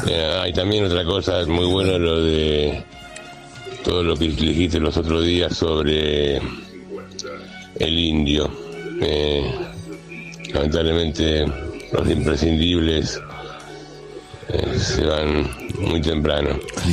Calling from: La Plata, Buenos Aires Province, Argentina; de La Plata

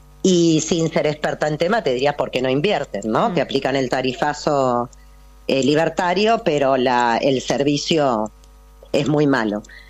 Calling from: La Plata, Buenos Aires Province, Argentina

